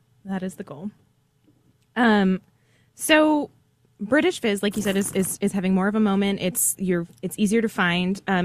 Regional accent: Willamette Valley, Oregon, United States; I'm from the Willamette Valley.

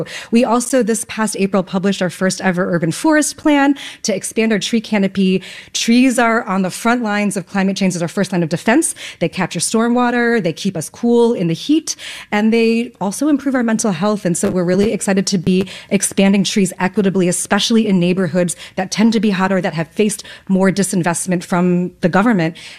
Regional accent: New York City, New York, United States

